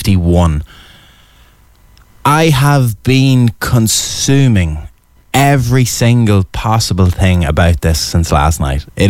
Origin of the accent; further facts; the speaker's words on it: Barcelona, Catalonia, Spain; We're from Barcelona. I'm from Barcelona here on 8radio.com.